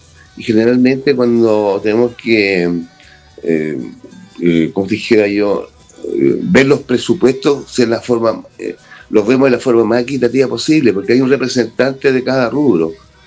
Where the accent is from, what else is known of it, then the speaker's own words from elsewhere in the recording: Chile; nosotros tengamos más identidad como chilenos